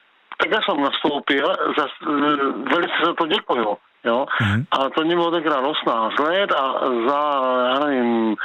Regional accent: Uherské Hradiště, Zlín Region, Czechia; ale byl to ČKD Slavia Motor na Pajedlích, já jsem z Uherského Hradiště.

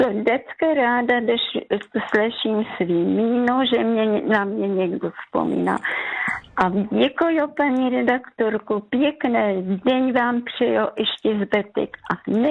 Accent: Olomouc Region, Czechia; accent: Hanák dialect; now in Jeseník, Czechia; A já jsem slíbila, dala jsem slovo, že když dneska budu mluvit, tak budu mluvit hanácky.

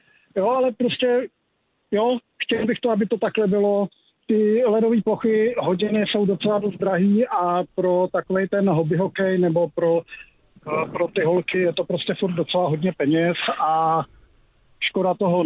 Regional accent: Třebíč, Vysočina Region, Czechia; Kometa je trošku v mém srdci, neboť jsem původem z Třebíče a těším se na novou halu v Brně.

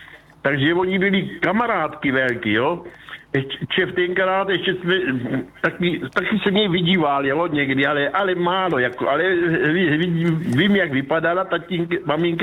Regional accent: Olbramovice, South Moravian Region, Czechia; born there; tak já jsem se narodil v Olramovicích u Moravského Krumlova. To nejsou ty Olramovice někde u Benešova, to jsou Olramovice tady u Moravského Krumlova.

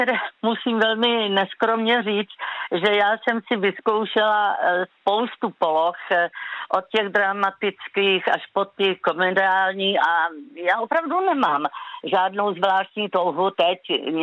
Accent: Brno, South Moravian Region, Czechia; já opravdu jsem Brňák, jsem Moravák

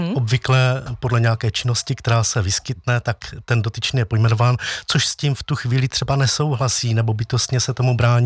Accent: Zlín, Zlín Region, Czechia; A já jsem zažil něco podobného u nás ve Zlínské farnosti, kdy se nám věnovali naši kněží, sice trochu tajně, neboť se o skautu nesmělo hovořit

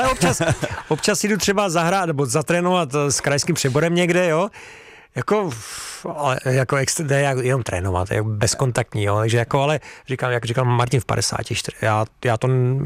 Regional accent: Hradec Králové, Hradec Králové Region, Czechia; also born or lived in Havlíčkův Brod; já jsem vyrůstal v Hradci, narodil jsem se v Brodě, ale hrál jsem za Duklu Jihlava

